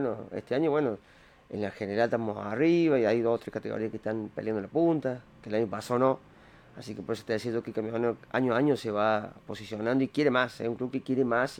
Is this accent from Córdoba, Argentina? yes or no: yes; Alta Gracia, Córdoba, Argentina; now in Córdoba, Argentina; Yo desde que me fui acá de Altagracia a Córdoba, solamente quería capacitarme, esforzarme, y era como hacer una facultad, decía.